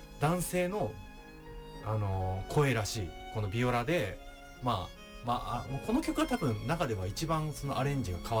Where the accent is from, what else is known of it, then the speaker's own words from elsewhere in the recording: Suwa, Nagano, Japan; moved away; 僕長野県諏訪市出身なんですけど、